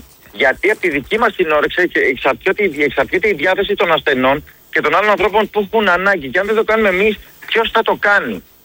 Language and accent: Greek; Greece; ότι είμαστε Έλληνες